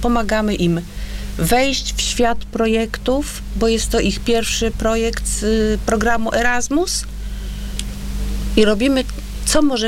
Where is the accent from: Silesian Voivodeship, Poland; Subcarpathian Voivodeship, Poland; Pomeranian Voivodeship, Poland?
Pomeranian Voivodeship, Poland; Gdańsk; ponieważ my jesteśmy z Gdańska, dojeżdżaliśmy, krótko mówiąc, przez 10 miesięcy